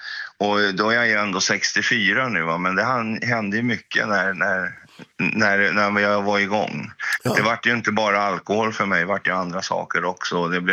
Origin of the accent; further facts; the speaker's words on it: Stockholm, Stockholm County, Sweden; Men det behövs ju läggas till att jag är ju en söderkis som har hamnat norröver tack vare kärleken.